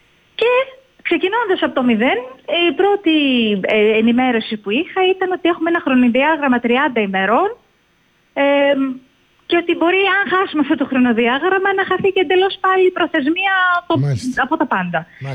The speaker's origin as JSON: {"language": "Greek", "region": "Peloponnese", "country": "Greece", "tie": "born or raised there", "moved": "yes", "lives_now": "Argos, Greece", "said": "Απλώς έχω καταγωγή από το γέρμα."}